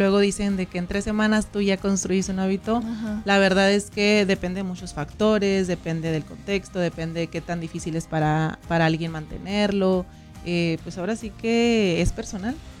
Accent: Camargo, Mexico; moved away; soy originaria de Camargo, entonces, okay, vengo de allá, vengo de carretera.

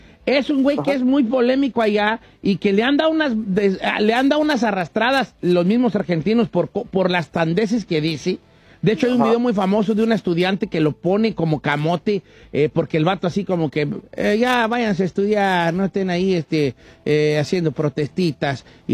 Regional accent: Mexico; Pero somos mexicanos, nosotros, vale.

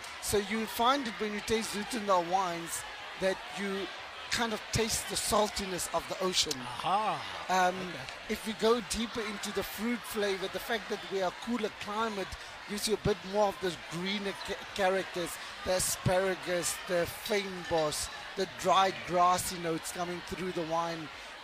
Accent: South Africa; as South African producers

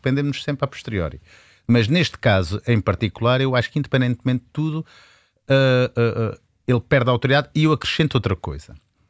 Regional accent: Azores, Portugal; Eu como açoriano, nós estamos muito ligados à questão da proteção civil. Nós nos Açores nunca adotamos bem um sistema Siresp.

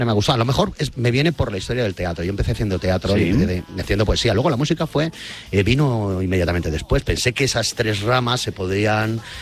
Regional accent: Benetússer, Valencian Community, Spain; Chaplin, en Benetús, en mi pueblo. Aquí doy un saludo a todos mis paisanos, que tuvimos la mala fortuna de que nos pasó la dana ahí, que nos arrasó.

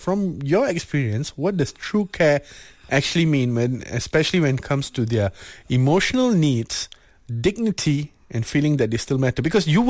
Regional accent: Malaysia; because I come from Felda Settlers, right? Uh-huh. So I used to stay there for a bit.

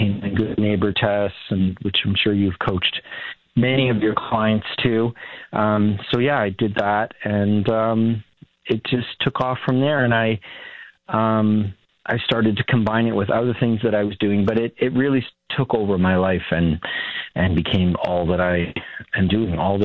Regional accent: Coldwater, Ontario, Canada; I grew up near Coldwater, which is where I still live. I'm just south of Midland. But, you know, I was raised on a farm, and so we had sheep and cattle and pigs.

